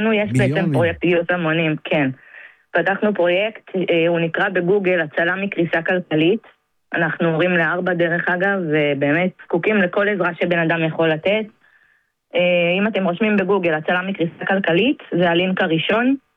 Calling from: Elad, Central District, Israel; אני מאלעד.

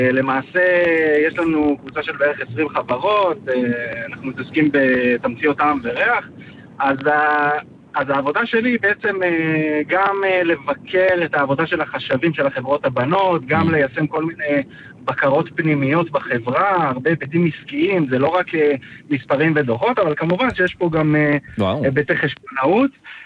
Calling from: Kfar Yona, Central District, Israel; אני בן 28, אני גר בכפר יונה.

